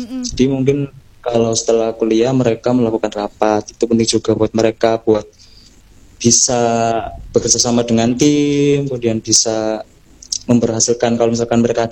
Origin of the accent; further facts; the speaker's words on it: Lamongan, East Java, Indonesia; Terus asal saya itu dari Kecamatan Laren, Lamongan.